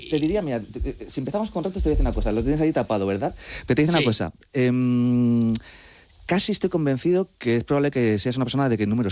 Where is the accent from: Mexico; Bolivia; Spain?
Spain; Madrid, Community of Madrid; La verdad es que yo estoy un poco dividido, porque fíjate, mis padres son argentinos, yo soy madrileño.